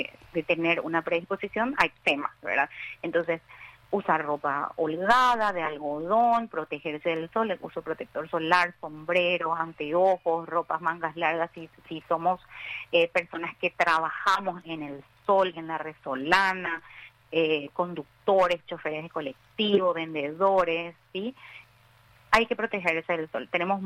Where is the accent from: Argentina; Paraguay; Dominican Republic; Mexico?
Paraguay; Nosotros somos paraguayos, tenemos calor siempre. Así que el hecho de vivir en Paraguay